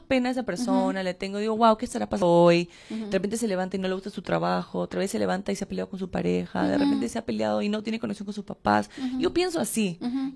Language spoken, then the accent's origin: Spanish; Peru; somos 7 reparteros peruanos